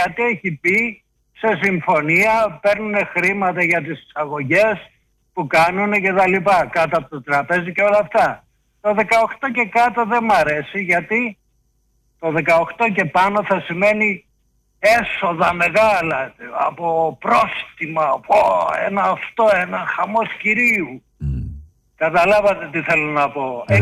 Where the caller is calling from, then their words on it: Greece; εγώ σαν Έλληνας